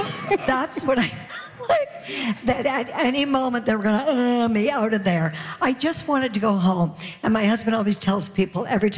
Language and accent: English; Canada; But I'm Canadian.